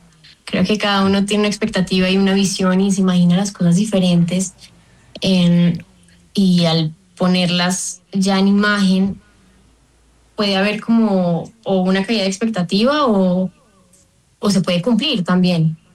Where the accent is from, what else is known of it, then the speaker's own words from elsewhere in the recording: Medellín, Antioquia, Colombia; moved away as an adult; also born or lived in Durban, South Africa / Cape Town, South Africa; now in Bogotá, Colombia; estuve en Ciudad del Cabo también un tiempo, cinematografía. Y me devolví y crecí en Medellín con mi mamá.